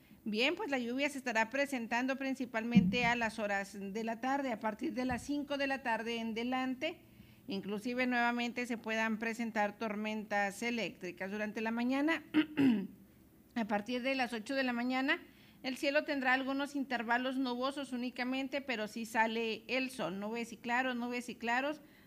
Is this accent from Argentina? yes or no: no; Hidalgo del Parral, Chihuahua, Mexico; México, soy mexicano y qué ching que soy de Parral.